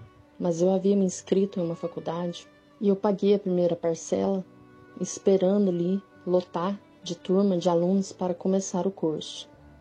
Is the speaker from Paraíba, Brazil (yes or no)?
no; Campos Gerais, Minas Gerais, Brazil